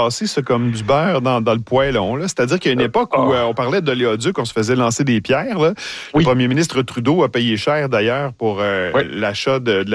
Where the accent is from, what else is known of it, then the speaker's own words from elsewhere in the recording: Quebec, Canada; Puis la même chose chez nous au Québec avec le projet de GNL là, qui traversait entre autres l'Abitibi-Témiscamingue.